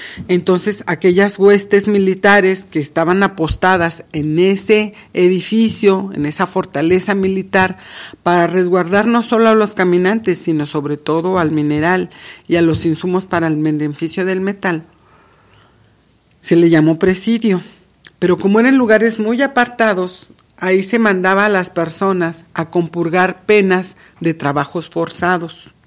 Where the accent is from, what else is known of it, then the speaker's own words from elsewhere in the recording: Fresnillo, Zacatecas, Mexico; born there; yo nací en Fresnillo, yo soy fresnillense